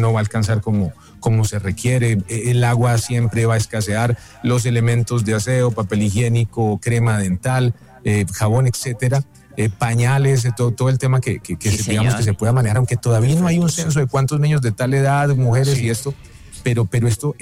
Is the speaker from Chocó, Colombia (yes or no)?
no; Armenia, Quindío, Colombia; now in Manizales, Colombia; Si no, digamos que no tenía para dónde ir, porque nosotros somos de Armenia y no tenemos familia aquí en Manizales.